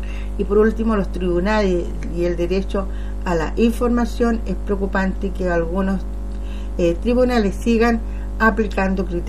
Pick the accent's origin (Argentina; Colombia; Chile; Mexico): Chile; nosotros como chilenos